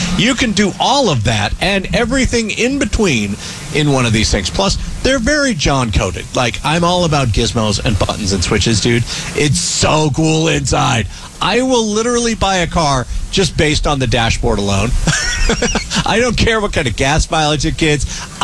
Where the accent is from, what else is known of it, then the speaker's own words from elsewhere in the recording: Taylorsville, Utah, United States; I grew up in Taylorsville